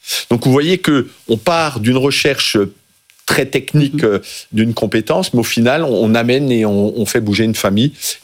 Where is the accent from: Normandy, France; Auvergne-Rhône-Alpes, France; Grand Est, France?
Grand Est, France; moi je suis particulièrement fier en tant qu'Alsacien de cet aéroport